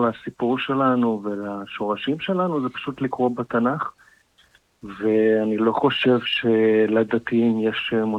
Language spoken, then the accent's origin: Hebrew; Ramat HaSharon, Tel Aviv District, Israel; חילונית, גדלתי ברמת השרון